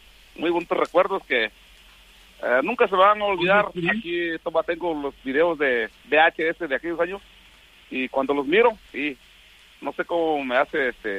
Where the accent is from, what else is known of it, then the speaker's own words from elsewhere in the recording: Santa María Tindú, Oaxaca, Mexico; Oh, soy del pueblo de Santa María Tindú, allá están mis papás, mis tíos